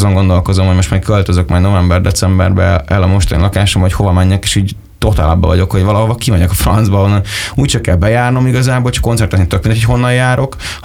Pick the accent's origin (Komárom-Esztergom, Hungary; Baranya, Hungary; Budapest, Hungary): Baranya, Hungary; Orfű; also born or lived in Pécs; mi az Orfűn nőttünk fel